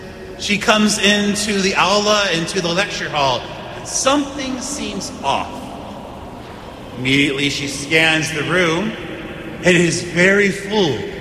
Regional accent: Texas, United States; born or raised there

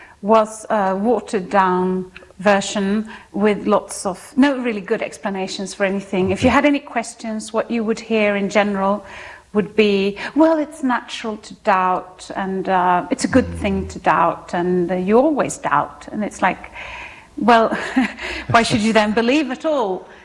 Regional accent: Sweden; born or raised there

